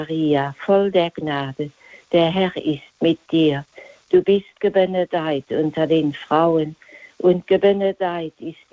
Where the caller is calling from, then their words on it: Luxembourg; aus Luxemburg.